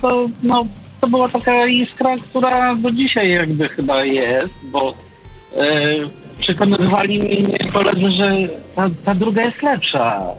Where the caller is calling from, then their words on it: Piła, Greater Poland Voivodeship, Poland; Ja pochodzę z Piły, byłem w wojsku w Inowrocławiu.